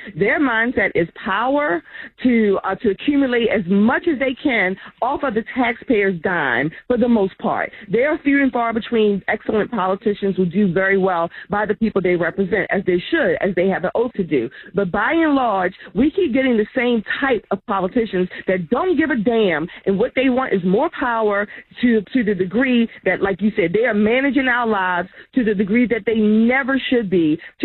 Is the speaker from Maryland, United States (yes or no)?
yes; Baltimore, Maryland, United States; now in Towson, United States; As a black woman, born and raised in Baltimore, in Maryland